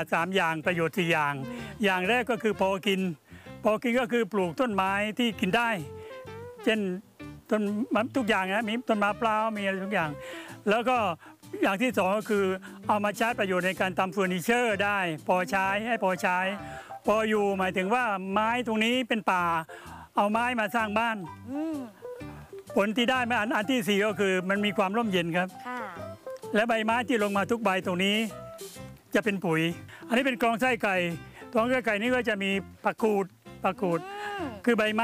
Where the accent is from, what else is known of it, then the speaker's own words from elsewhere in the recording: Trang, Thailand; เดิมผมเป็นคนจังหวัดตรังครับเป็นลูกชาวนาทำนาด้วยความยากลำบาก